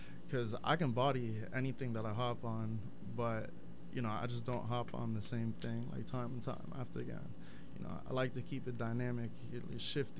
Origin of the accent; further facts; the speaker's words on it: Miami, Florida, United States; moved away as an adult; also born or lived in Austin, Texas / St. Louis, Missouri; now in Portland, United States; I'm 2,700 miles away from home right now. Woo! So I'm born and raised in Miami, Florida. I'm a Miami boy till I die. I moved out to Portland roughly 3 years ago. I was living in Austin, Texas before that, too.